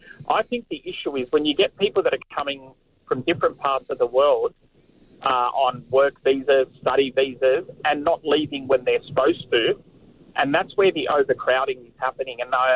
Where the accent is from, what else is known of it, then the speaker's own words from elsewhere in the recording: Sydney, New South Wales, Australia; I'm born and bred in Sydney and lived here all my life